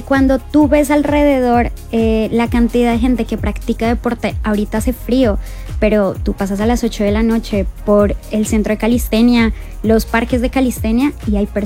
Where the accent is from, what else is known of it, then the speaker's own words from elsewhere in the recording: Colombia; now in Chile; Imagínate, la primera vez que yo fui al Manquehue, yo vengo de Colombia, las montañas son un poco diferentes.